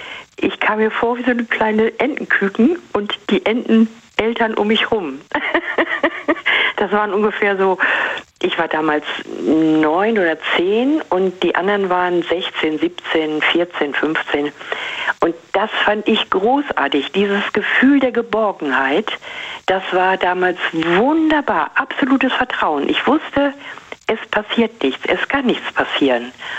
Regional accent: Germany; Na gut, ich bin auf dem Land groß geworden. Und die Weser war halt im Sommer unser absoluter Treffpunkt.

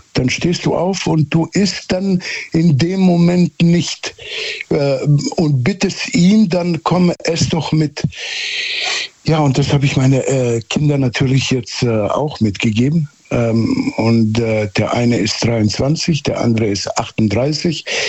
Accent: Southern Germany, Germany; also ich bin quasi auf dem Dorf aufgewachsen in Süddeutschland.

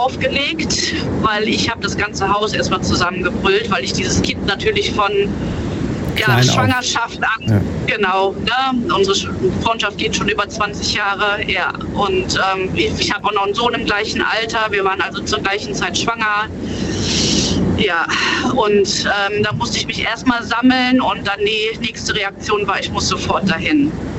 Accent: Hennef, North Rhine-Westphalia, Germany; Hennef. Ich komme aus Hennef.

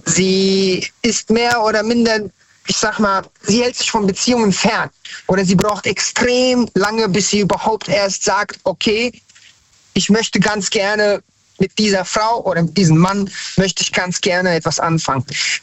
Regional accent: Hanau, Hesse, Germany; Ich bin kein gebürtiger Hesse, also eigentlich komme ich von ganz woanders her, aber ich bin in Hessen, Hanau, Hessen-Frankfurt aufgewachsen

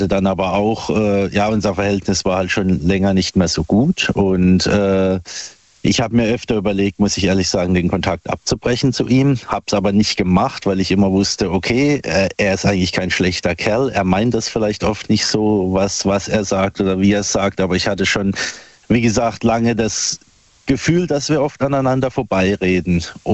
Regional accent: Buchen, Baden-Württemberg, Germany; Aus Buchen im schönen Odenwald.

